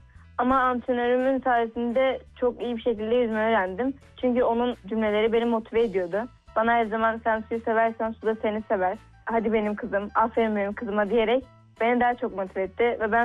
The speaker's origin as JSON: {"language": "Turkish", "region": "Gaziantep", "country": "Turkey", "tie": "born there", "said": "16 yaşındayım. 2010 Gaziantep doğumluyum."}